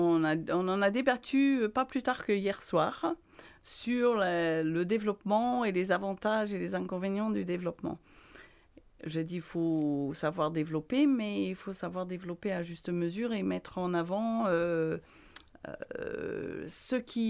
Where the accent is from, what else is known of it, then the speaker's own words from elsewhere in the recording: Grangemouth, Scotland, United Kingdom; French is a second language; also born or lived in Edinburgh; Je suis née à Édimbourg, j'ai fait mes études à Glasgow. J'ai grandi entre les deux dans une ville qui s'appelle Grangemouth